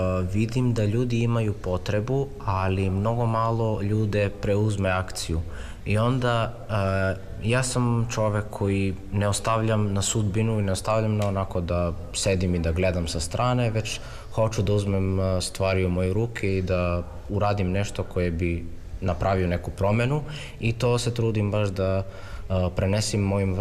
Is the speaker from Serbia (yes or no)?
no; North Macedonia